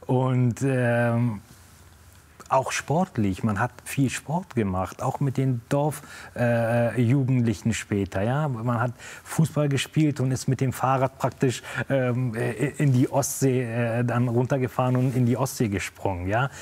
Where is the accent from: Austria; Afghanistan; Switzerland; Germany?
Afghanistan; Kabul; born or raised there; moved away